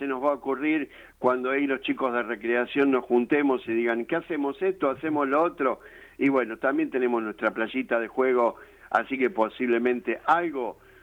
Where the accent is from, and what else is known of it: Argentina